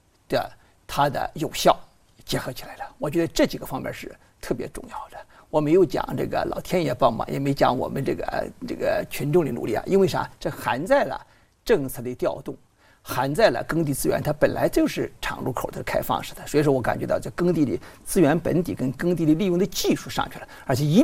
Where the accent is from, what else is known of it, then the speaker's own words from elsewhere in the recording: Wen County, Henan, China; 比如我们老家河南温县叫铁棍山药